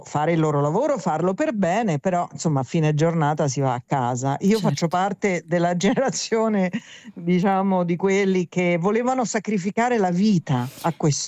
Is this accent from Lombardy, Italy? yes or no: no; Rome, Lazio, Italy; moved away as an adult; io sono di Roma